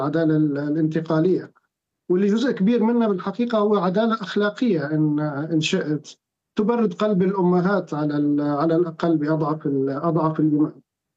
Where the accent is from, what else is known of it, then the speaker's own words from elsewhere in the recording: Syria; بشكل مستفز لنا كسوريين ولذوي الضحايا